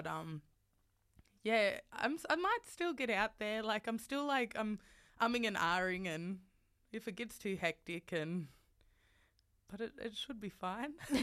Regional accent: Sydney, New South Wales, Australia; growing up in Marylands, like where I was, you know, one of the only black fellas in school

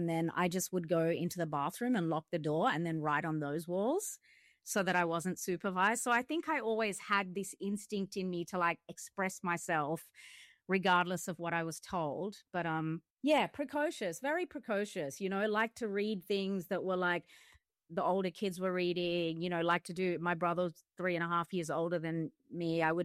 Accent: Campbelltown, New South Wales, Australia; because I'm from Campbelltown

